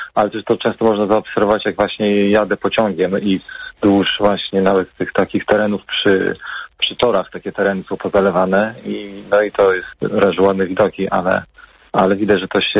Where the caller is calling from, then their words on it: Podlaskie Voivodeship, Poland; ja ogólnie pochodzę z Podlasia